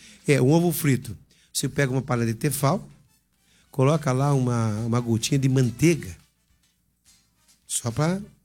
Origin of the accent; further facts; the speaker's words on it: Curitiba, Paraná, Brazil; moved away; Lá na minha terra, Curitiba, chama de Madalena.